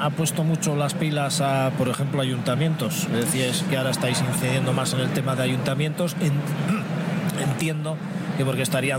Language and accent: Spanish; San Sebastián, Basque Country, Spain; Si San Sebastián, que es de donde soy yo, la pueda tener.